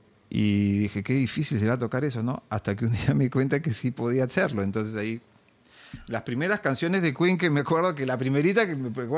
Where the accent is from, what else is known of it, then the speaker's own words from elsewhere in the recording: Lima, Peru; Yo nací en el Hospital Rebagliati, acá en ya. Lima. Y por mucho tiempo vivimos muy cerca al hospital, en el distrito de Lince. Y de ahí nos mudamos a La Molina